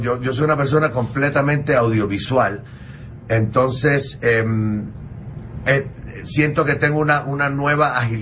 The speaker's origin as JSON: {"language": "Spanish", "country": "Puerto Rico", "tie": "born or raised there", "moved": "yes", "lives_now": "Miami, United States", "said": "yo nací y me crié en Puerto Rico, donde la mitad del idioma es inventado, y luego me mudo a Miami, donde la otra mitad también es inventada"}